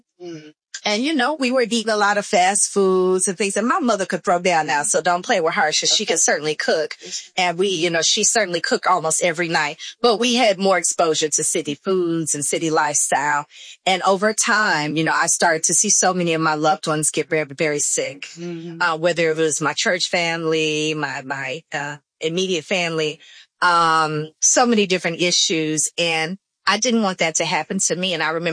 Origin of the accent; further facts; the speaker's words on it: Spencer, Oklahoma, United States; I grew up in Spencer, Oklahoma, St. John's CME Methodist Church.